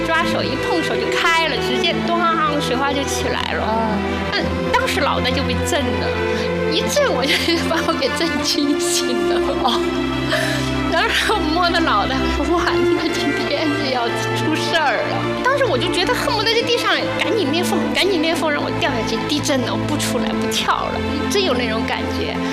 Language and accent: Chinese; China; 我们中国人